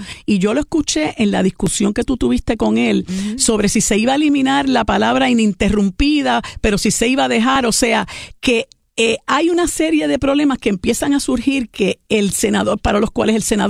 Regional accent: Puerto Rico; como puertorriqueños y puertorriqueñas.

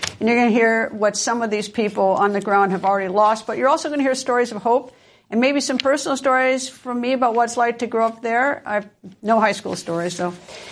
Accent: Appleton, Wisconsin, United States; moved away; tomorrow I'm going to be back in my home state of Wisconsin. I'm going there to take a look at the damage from the tornado in the community that I actually grew up in Appleton.

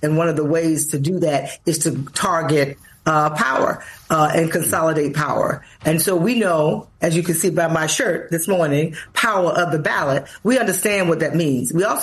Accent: Florida, United States; I'm from Florida, one of the states I don't think y'all put up.

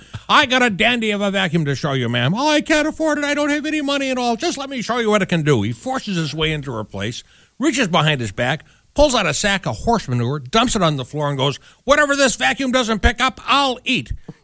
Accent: Minneapolis, Minnesota, United States; Well, I joined a health club in my hometown in Minneapolis

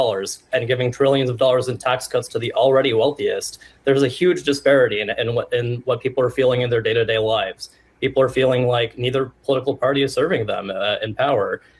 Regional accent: New York City, New York, United States; Rudy Giuliani was mayor when I was growing up in New York City.

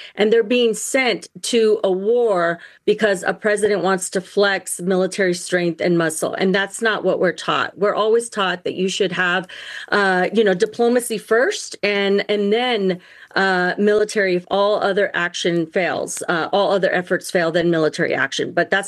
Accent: Eloy, Arizona, United States; my hometown of Eloy

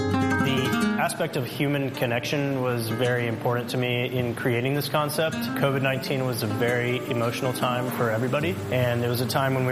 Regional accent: Houston, Texas, United States; also born or lived in Seattle, United States; I grew up in Houston, Texas. I actually went to University of Houston Bauer School of Business and I studied supply chain management. I moved to Seattle, Washington upon graduating and I worked for Amazon Fulfillment.

